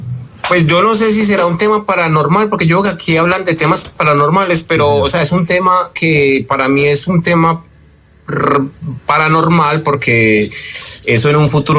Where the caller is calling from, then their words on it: Medellín, Antioquia, Colombia; Mano, yo soy de Colombia.